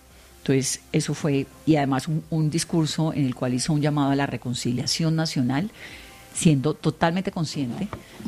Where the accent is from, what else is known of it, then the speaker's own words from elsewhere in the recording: Cali, Valle del Cauca, Colombia; Usted sabe el miedo que hay en Cali. Yo soy caleña.